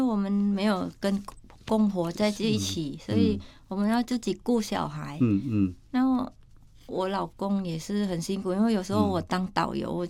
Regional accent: Thailand; now in Taiwan; 我是来自泰国，可是我嫁给台湾人了，我也是台湾人。

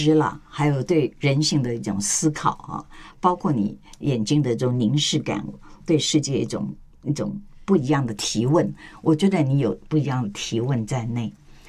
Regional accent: Taiwan; 是，就不能像我们台湾人说啊，边行边看啦

